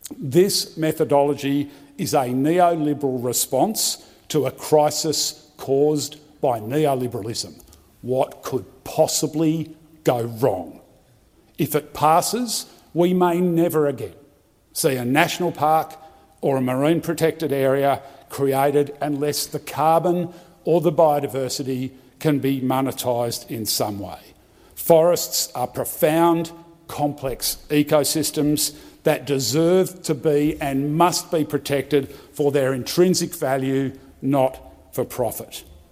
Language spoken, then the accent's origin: English; Tasmania, Australia; my home state of Tasmania